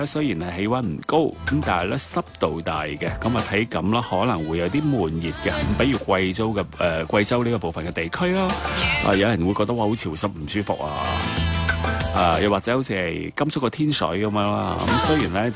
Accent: Guangdong, China

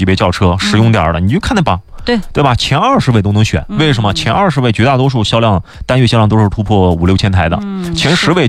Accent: Xinjiang, China; 你看我们新疆人特时尚

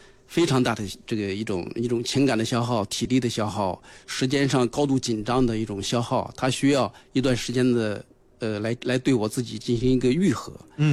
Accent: Shandong, China; born there; now in Beijing, China; 因为这个北京距离山东也不远嘛，大概700公里，就再也没有坐过火车。反而坐火车回老家成为一个美好的回忆。

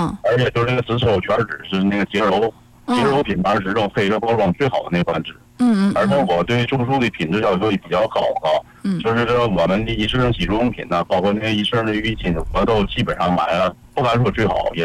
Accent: China; 其实我们中国人呢就非常智慧

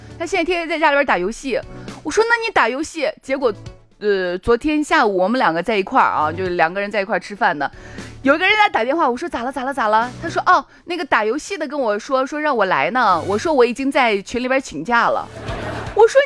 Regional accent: Xi'an, Shaanxi, China; 我们老家在秦镇这一带，快到户县了啊。我们那一带呢，说的婆就是俺奶。

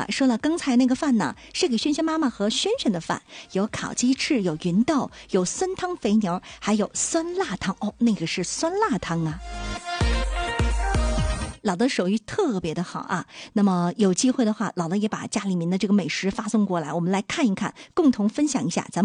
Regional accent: Dalian, Liaoning, China

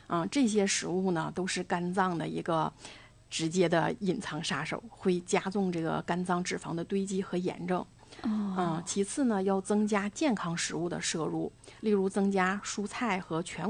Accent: Dalian, Liaoning, China; 像我们大连人的饮食其实是可以走一条大连版的地中海式的路线

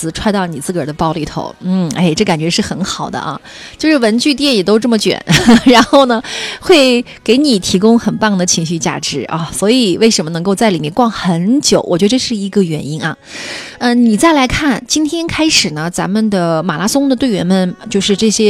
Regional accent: Xinjiang, China; 作为一个新疆人啊

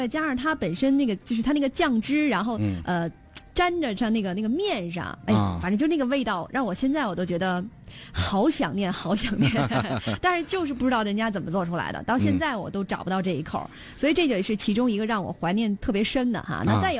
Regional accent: Beijing, China; 咱们北京人啊，好吃酱啊

